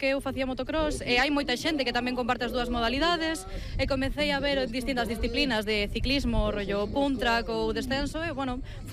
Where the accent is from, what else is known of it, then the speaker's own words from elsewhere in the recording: Redondela, Galicia, Spain; Sí, a verdade é que é unha pena que eu, que son de Redondela, teña que desplazarme ata Mondariz.